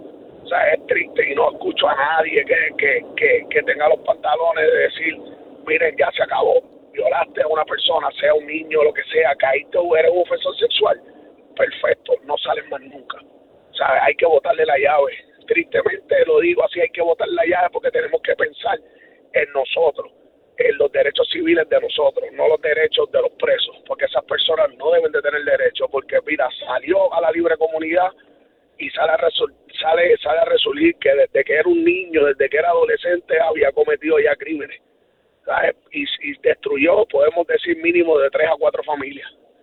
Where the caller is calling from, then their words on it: Carolina, Puerto Rico; de Carolina.